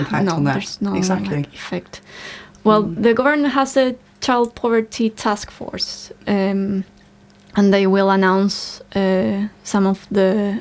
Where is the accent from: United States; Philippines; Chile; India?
Chile; now in United Kingdom; I'm from Chile, and I came to the UK.